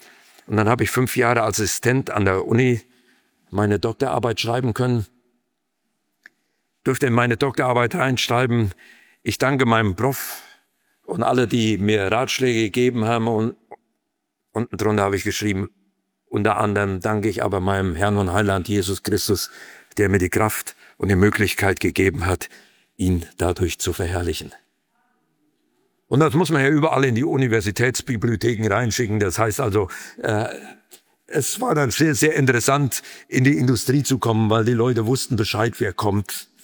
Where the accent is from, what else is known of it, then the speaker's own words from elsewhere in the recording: Berlin, Germany; Ja, ich sage, aus Berlin.